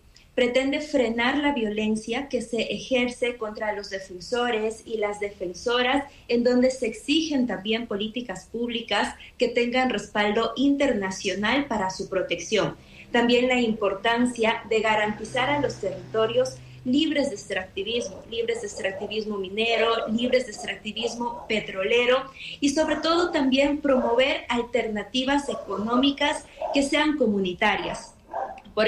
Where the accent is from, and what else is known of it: Ecuador